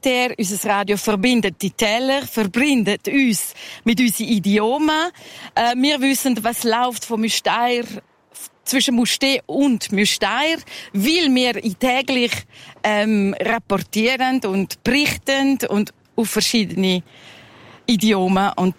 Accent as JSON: {"language": "German", "town": "Trun", "region": "Grisons", "country": "Switzerland", "tie": "born or raised there", "also_born_or_lived": "Spain", "second_language": "German", "said": "Als Spanierin habe ich mich sehr integriert in der Romanschie. Ich bin in Trun aufgewachsen."}